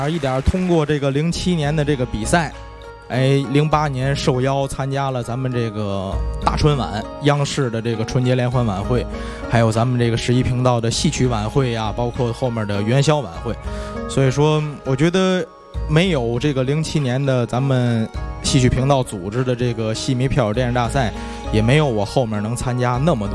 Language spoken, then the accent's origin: Chinese; Tianjin, China; 然后我毕业之后赶上我的家乡天津市青年京剧团招聘